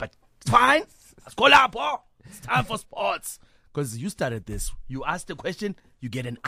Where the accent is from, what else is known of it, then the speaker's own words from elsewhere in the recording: South Africa; I'm a South African. I'm a South African.